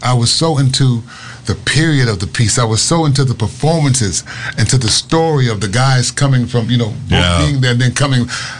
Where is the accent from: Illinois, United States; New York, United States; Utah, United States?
Illinois, United States; Chicago; now in Memphis, United States; Chicago being my hometown.